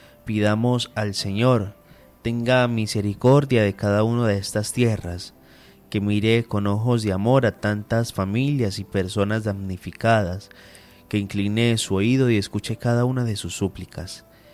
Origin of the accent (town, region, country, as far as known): Colombia